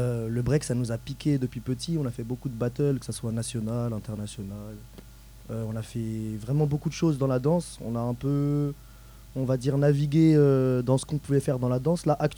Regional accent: Madagascar; moi personnellement, je viens de Madagascar.

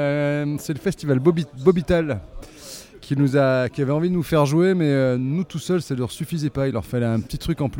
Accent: Lyon, Auvergne-Rhône-Alpes, France; on est lyonnais, on fait la musique celtique.

